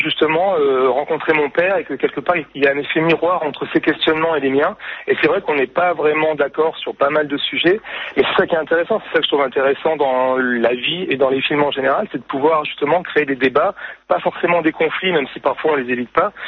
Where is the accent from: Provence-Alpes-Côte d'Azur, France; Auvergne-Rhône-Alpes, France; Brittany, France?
Provence-Alpes-Côte d'Azur, France; Nice; Le vrai niçois, c'est moi. Moi, je suis né à Nice.